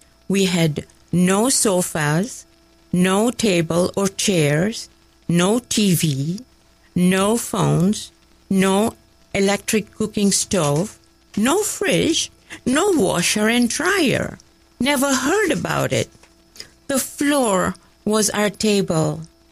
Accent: Dar es Salaam, Tanzania; born there; I was born in Dar es Salaam, Tanzania, East Africa, to the most wonderful parents in the world, and loving grandparents.

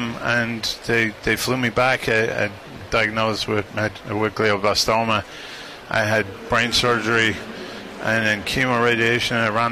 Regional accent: County Meath, Ireland; I'm just from County Meath, just outside Dublin.

